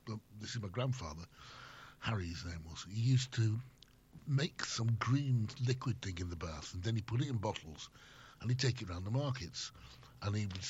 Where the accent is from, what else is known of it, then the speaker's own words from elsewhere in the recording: Manchester, North West England, United Kingdom; born there; All over the place. I was born in Manchester, believe it or not. A place called Prestwich, North Manchester.